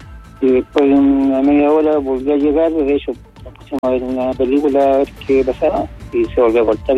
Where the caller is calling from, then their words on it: La Cruz, Valparaíso, Chile; somos de La Cruz.